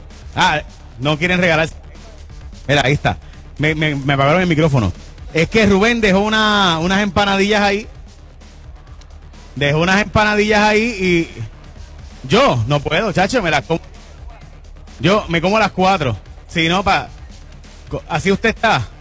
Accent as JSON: {"language": "Spanish", "town": "San Lorenzo", "country": "Puerto Rico", "said": "yo soy de San Lorenzo, así que siempre ha sido mi vecino. ¿Cómo están? Y yo soy de Jaguar, de San Lorenzo, para ser exacto"}